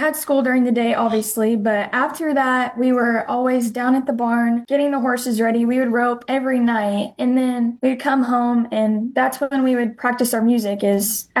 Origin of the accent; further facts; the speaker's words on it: Texas, United States; We are 6th-generation Texans, and we're born and raised in the Texas Hill Country.